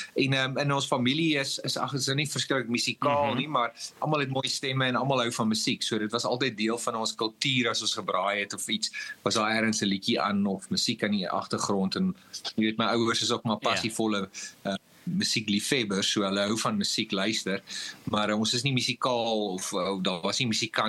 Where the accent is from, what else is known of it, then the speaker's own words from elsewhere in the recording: George, Western Cape, South Africa; moved away as an adult; now in Pretoria, South Africa; ek het groot geword in George. In die Suid-Kaap. Ek het daar skool gegaan. En ek was in Uitenikwa. En dis omtrent dit, ja, ek het maar my kinderjare daar spandeer. En ek was so 21, 22, toe vat ek die groot trek Pretoria toe